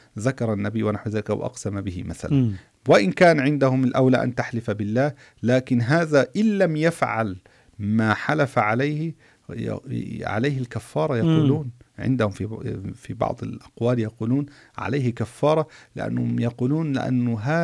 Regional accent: Egypt; عندنا في مصر

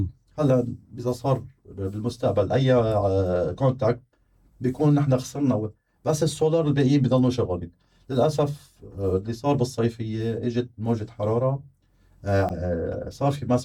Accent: Bhannine, North Governorate, Lebanon; مدخل ضيعتنا

